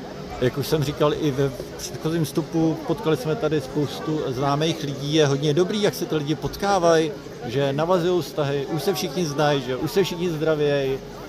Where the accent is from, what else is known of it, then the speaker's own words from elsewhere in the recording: Prague, Czechia; Já jsem z Prahy.